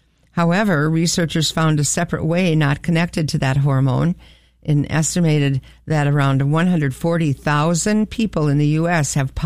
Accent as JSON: {"language": "English", "region": "North Dakota", "country": "United States", "tie": "born or raised there", "said": "It's my hometown. My family's been here since 1870."}